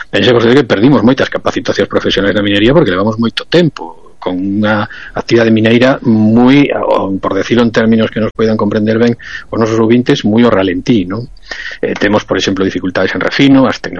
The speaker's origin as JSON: {"language": "Galician", "region": "Galicia", "country": "Spain", "said": "tamén unha responsabilidade como europeos que somos, españoles que somos e galegos que somos"}